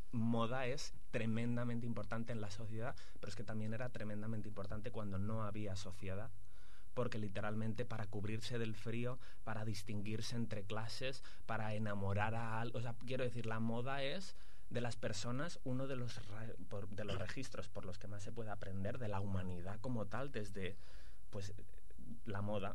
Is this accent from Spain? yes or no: yes; El Prat de Llobregat, Catalonia, Spain; also born or lived in London; volver al Prat o volver a Barcelona tiene mucho que ver con volver a estar con la familia